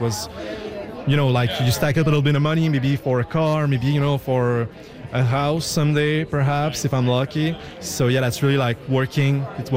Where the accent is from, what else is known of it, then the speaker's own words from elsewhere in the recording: Canada; And being a Canadian, being the only Canadian, particularly in those times, is really great. I really feel like somehow the whole country is behind me.